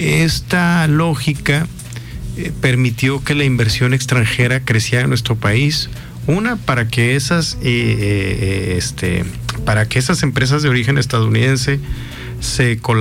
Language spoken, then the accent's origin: Spanish; Mexico